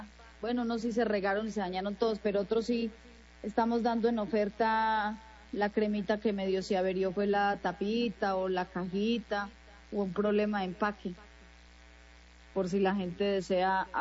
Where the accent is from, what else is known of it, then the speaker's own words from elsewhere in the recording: Argelia, Colombia; moved away; Argelia y, pues, como es mi pueblo, decidí quedarme.